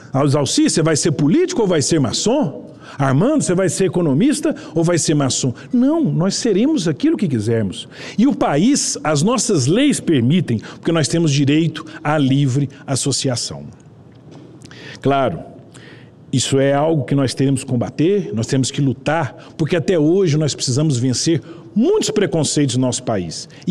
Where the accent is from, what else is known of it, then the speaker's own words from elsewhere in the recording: Araxá, Minas Gerais, Brazil; born there; moved away; Eu precisei migrar de uma cidade para outra, nasci em Araxá, e fui morar em Paracatu.